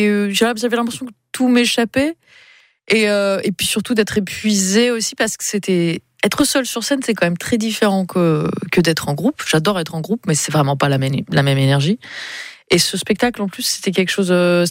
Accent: south of France, France; Attends, je suis du Sud.

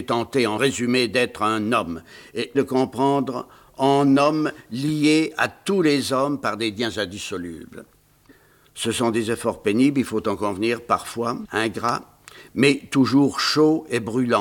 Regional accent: Bruyères, Grand Est, France; born there; parce que vous savez que je suis né à Bruyères-Vosges.

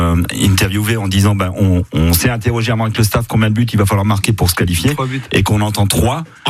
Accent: France; Moi, je suis français.

